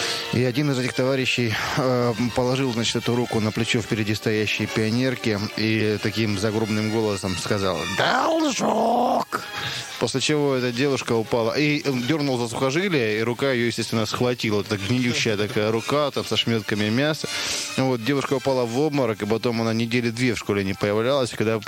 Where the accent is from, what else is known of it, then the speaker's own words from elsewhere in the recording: Belaya Kalitva, Rostov Oblast, Russia; одна совершенно чудовищная история произошла в городе Белая Калитва, откуда я родом, в средней школе номер 3, когда я учился в шестом классе.